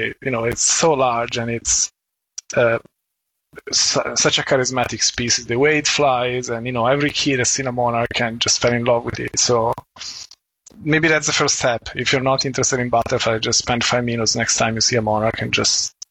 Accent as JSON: {"language": "English", "country": "Italy", "said": "I mean, for me, I came from Italy, and the boreal forest is such a wild place, and for us in Europe, we don't have that perception of space and nature in such a large scale."}